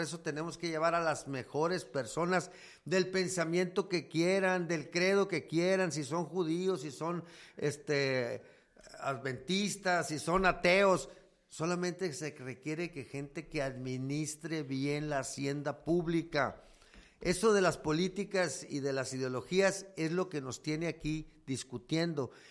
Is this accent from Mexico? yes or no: yes; Mexico; nosotros como mexicanos